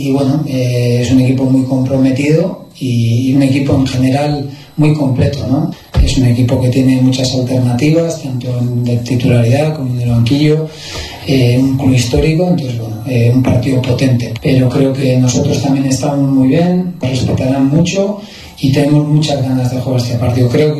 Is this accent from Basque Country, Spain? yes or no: yes; Basque Country, Spain; Obviamente, por ser vasco, es un partido especial, no lo voy a negar. Como vasco siempre he tenido cariño a todos los equipos vascos